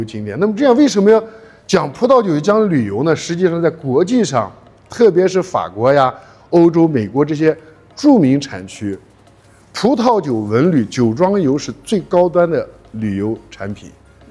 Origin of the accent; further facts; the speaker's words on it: Xinjiang, China; 咱们新疆人几乎没有不知道的